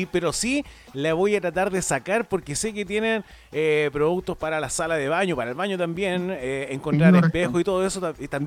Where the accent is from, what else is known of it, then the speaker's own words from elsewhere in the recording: Talca, Maule, Chile; born there; now in Viña del Mar, Chile; yo soy de Talca, nacido en Talca, pero vivo en Viña del Mar hace muchos años. Pero mi madre está allá